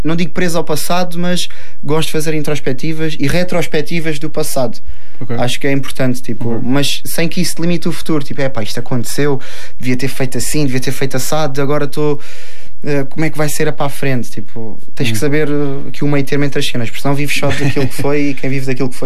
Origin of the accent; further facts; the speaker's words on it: Faro, Algarve, Portugal; accent: Algarvio; eu sou farense, sou algarvio, eu respiro o Algarve, eu adoro a minha terra, adoro a minha zona, adoro as pessoas daqui, adoro a nossa maneira de falar.